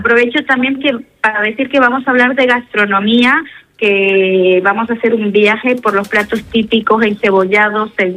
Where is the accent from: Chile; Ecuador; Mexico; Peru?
Ecuador; dar a conocer pues mi cultura, mi país, mi tierra, mis orígenes. Por eso la formación se llama